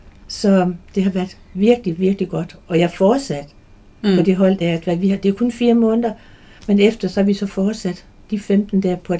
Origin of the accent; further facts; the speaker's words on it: Jutland, Denmark; moved away as an adult; now in Rødovre, Denmark; faktisk så er jeg jyde. Vi flyttede til for 10 år siden til Rødovre